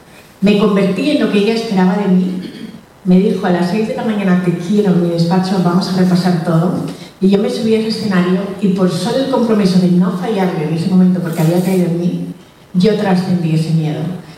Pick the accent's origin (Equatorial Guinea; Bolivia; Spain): Equatorial Guinea; para una vez que mi país de origen me pide algo, voy a decir que no. Total, que me fui a Guinea.